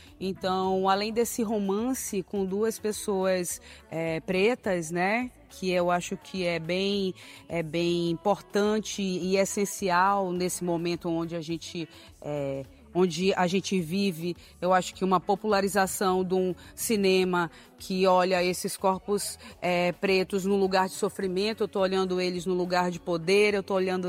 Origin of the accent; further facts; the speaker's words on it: Manaus, Amazonas, Brazil; eu sou artista visual e cineasta, sou de Manaus, do Amazonas.